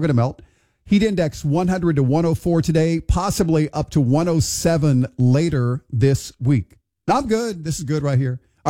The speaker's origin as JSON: {"language": "English", "town": "Houston", "region": "Texas", "country": "United States", "tie": "born or raised there", "moved": "yes", "lives_now": "Lafayette, United States", "said": "my hometown, Houston, Texas"}